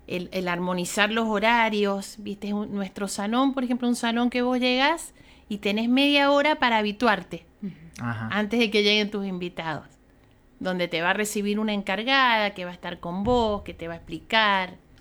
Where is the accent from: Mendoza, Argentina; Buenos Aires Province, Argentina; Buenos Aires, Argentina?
Mendoza, Argentina; Coquimbito; Porque nosotros somos de Coquimbito.